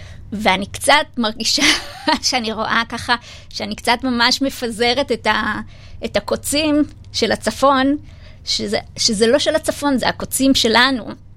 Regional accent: Northern District, Israel; now in Tel Aviv, Israel; אני גדלתי בתור ילדה בצפון

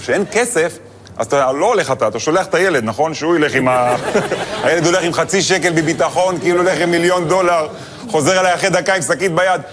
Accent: Netanya, Central District, Israel; האמת, אני גדלתי בנתניה, לא יצא לי, בחיים לא הייתי שליח בבית, כי אמא טריפוליטאית, היא מכינה הכל.

